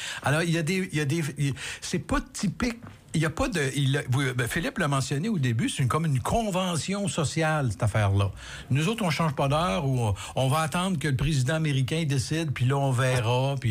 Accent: Canada; Chez nous, au Canada

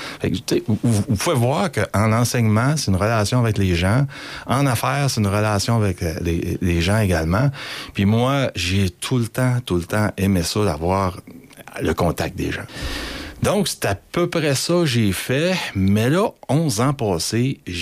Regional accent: Kedgwick, New Brunswick, Canada; Écoutez, moi, je viens de Kedgwick. J'ai gradué de l'école Marie-Gaétane.

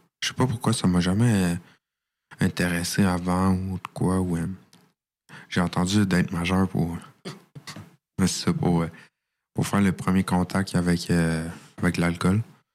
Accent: Quebec, Canada; Moi, je viens de la Rive-Sud de Montréal aussi.

